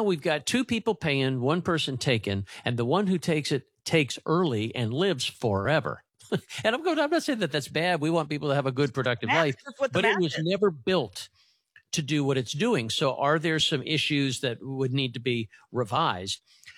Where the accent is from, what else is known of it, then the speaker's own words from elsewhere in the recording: Virginia, United States; I'm a Virginian, I grew up in Virginia for a number of years